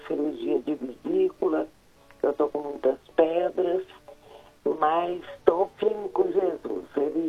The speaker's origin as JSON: {"language": "Portuguese", "town": "Araxá", "region": "Minas Gerais", "country": "Brazil", "said": "Eu sou de Araxá, pastor."}